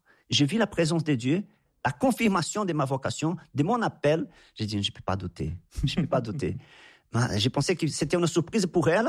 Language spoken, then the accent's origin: French; Anápolis, Goiás, Brazil; j'ai retourné chez moi à Goiás, à Anápolis.